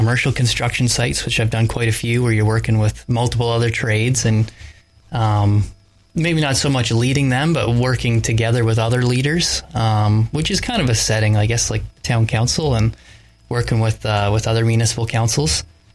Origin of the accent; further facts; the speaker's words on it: Minden, Ontario, Canada; I grew up in Minden here. I grew up on Bethel Road, and I live on Bethel Road still. I'm 36 years old, and I've operated a construction business here in Minden, Haliburton County, for the past eight, nine years.